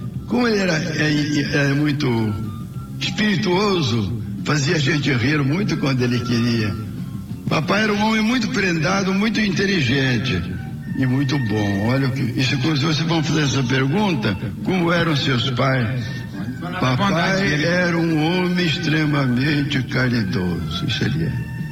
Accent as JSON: {"language": "Portuguese", "town": "Sacramento", "region": "Minas Gerais", "country": "Brazil", "tie": "born there", "said": "Eu nasci em Sacramento, que é longe do mar. Sacramento era uma cidade sertaneja naquele tempo."}